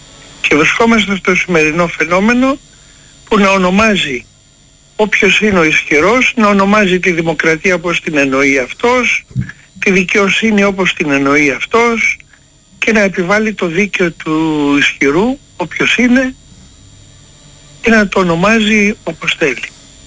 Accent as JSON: {"language": "Greek", "town": "Athens", "region": "Attica", "country": "Greece", "tie": "born there", "said": "Εγώ έχω γεννηθεί στην Αθήνα. Ο πατέρας μου είναι από το Αίγιο."}